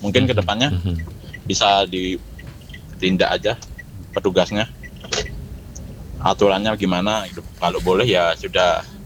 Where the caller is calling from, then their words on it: Semarang, Central Java, Indonesia; saya sebagai warga Tanamas